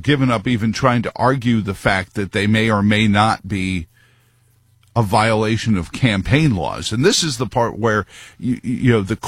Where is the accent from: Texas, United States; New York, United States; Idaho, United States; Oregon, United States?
New York, United States; New York City; moved away; Grew up there. My hometown is New York City. Queens, technically. Not far from where President Trump grew up. He's about 10 years my senior.